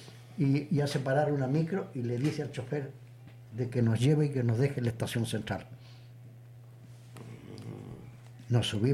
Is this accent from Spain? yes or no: no; Chile; como buen chileno, he tenido mucha cueva en mi vida.